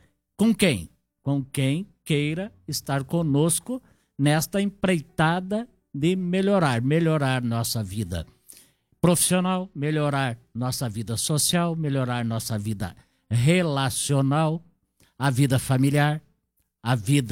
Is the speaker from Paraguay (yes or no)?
no; Brazil; para nós, brasileiros